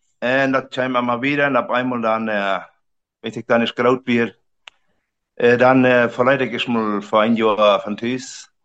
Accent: Riva Palacio, Santa Cruz, Bolivia; also born or lived in Mexico; Und wir sind, ich bin in Mexiko geboren und dann sind wir in Bolivien gekommen, 70. Und dann sind ich in der Knie abgewachsen, in den Riva Palacio Knie

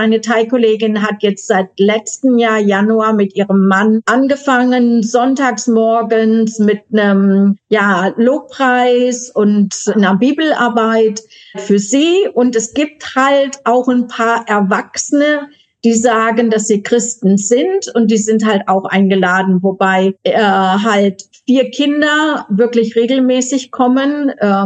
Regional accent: Germany; moved away as an adult; now in Thailand; gerade als Deutsche

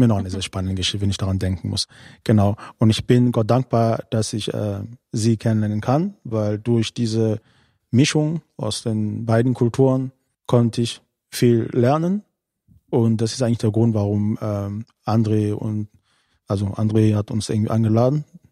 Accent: Cameroon; German is a second language; moved away as an adult; now in Cologne, Germany; gebürtiger Kameruner und bin 40 Jahre alt. Ich lebe in Deutschland seit 20 Jahren. Ich kam hierher, da war ich irgendwie Ende 19 Jahre alt, so ungefähr.

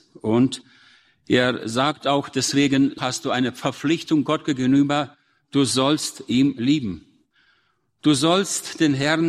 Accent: Germany; wie wir als Deutsche das haben.

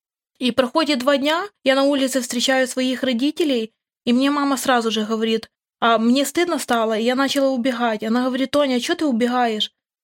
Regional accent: Khmelnytskyi Oblast, Ukraine; я тоже с Украины, с Хмельницкой области.

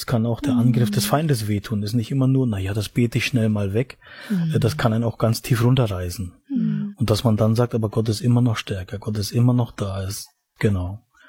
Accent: Mecklenburg-Vorpommern, Germany; Wir würden gerne nach Mecklenburg-Vorpommern gehen, das Ostdeutschland, meine Heimat eigentlich, wo ich herkomme

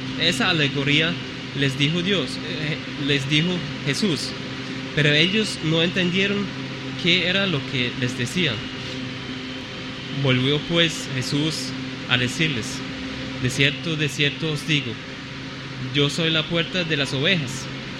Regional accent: Germany; Spanish is a second language; En mi país, en Alemania, hay pastores.

